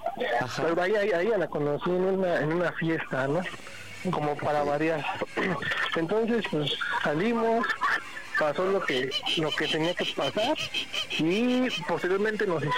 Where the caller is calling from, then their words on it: Venustiano Carranza, Mexico City, Mexico; aquí de la Venustiano Carranza.